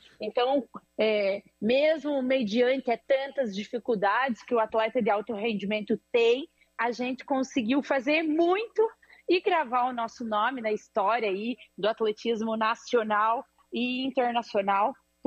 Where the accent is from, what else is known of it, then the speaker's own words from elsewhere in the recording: Ponte Serrada, Santa Catarina, Brazil; now in Jaraguá do Sul, Brazil; Eu que sou natural de Ponte Cervada, do Oeste Catarinense.